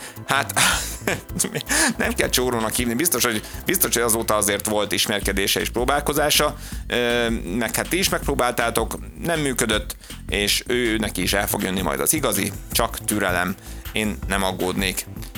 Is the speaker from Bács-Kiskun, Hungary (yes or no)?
no; Abony, Pest, Hungary; now in Cegléd, Hungary